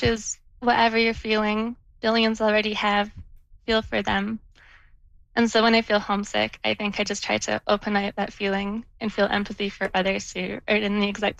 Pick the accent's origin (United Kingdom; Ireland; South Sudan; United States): United Kingdom; now in Canada; I'm British